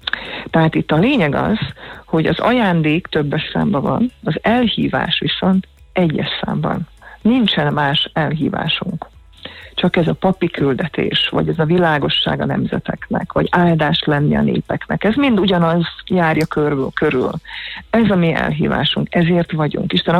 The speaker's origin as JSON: {"language": "Hungarian", "country": "Hungary", "said": "nagyon magyarok voltunk"}